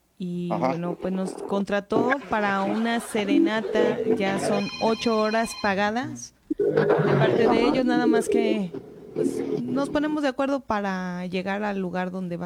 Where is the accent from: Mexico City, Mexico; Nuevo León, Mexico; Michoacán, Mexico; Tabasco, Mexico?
Michoacán, Mexico; Morelia; Lo que pasa es que nosotros somos de aquí de Morelia y nosotros ya estamos a punto de salir para allá.